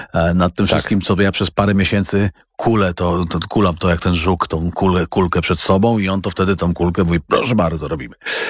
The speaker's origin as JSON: {"language": "Polish", "region": "West Pomeranian Voivodeship", "country": "Poland", "tie": "born or raised there"}